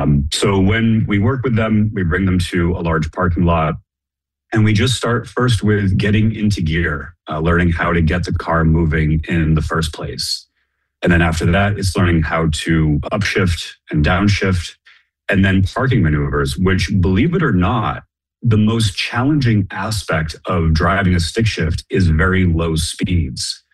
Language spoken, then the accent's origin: English; Boston, Massachusetts, United States; moved away; I'm from Boston originally.